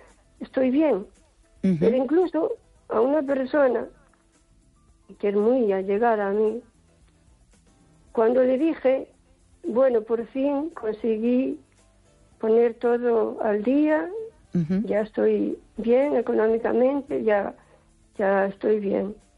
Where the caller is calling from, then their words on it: O Carballiño, Galicia, Spain; de Carballiño.